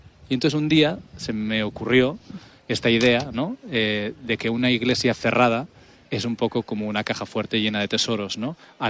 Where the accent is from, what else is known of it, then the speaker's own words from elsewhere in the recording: San Sebastián, Basque Country, Spain; Yo soy nacido, crecido en esta ciudad. O sea, que soy de aquí. Ellos saben que yo soy vasco, que soy donostiarra.